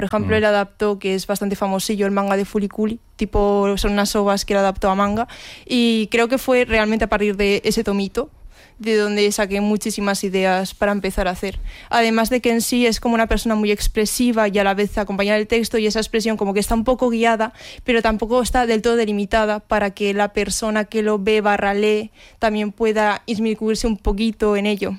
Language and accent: Spanish; Asturias, Spain; soy de Asturias